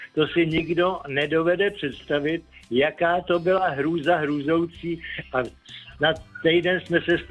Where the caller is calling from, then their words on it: Ústí nad Labem Region, Czechia; z Českého Švýcarska.